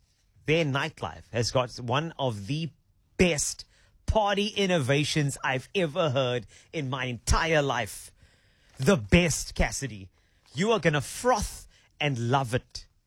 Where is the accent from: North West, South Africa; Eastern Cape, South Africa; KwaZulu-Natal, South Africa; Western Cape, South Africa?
Western Cape, South Africa; Cape Town; Sorry, rooibos, because we're from Cape Town